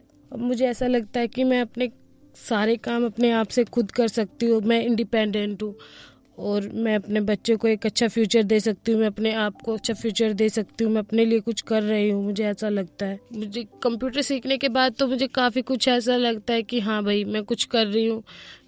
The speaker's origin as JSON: {"language": "Hindi", "town": "Agra", "region": "Uttar Pradesh", "country": "India", "said": "मैं आगरा से बिलोंग करती हूँ।"}